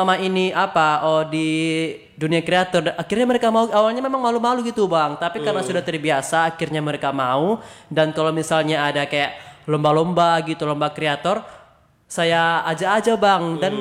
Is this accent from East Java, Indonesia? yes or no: no; North Sumatra, Indonesia; born there; Kebetulan Siputol ini adalah nama kampung saya bang.